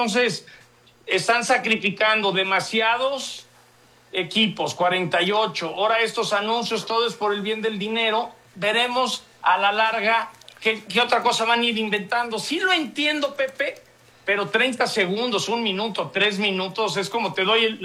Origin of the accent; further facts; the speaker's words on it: Mexico; tú sabes cómo somos los mexicanos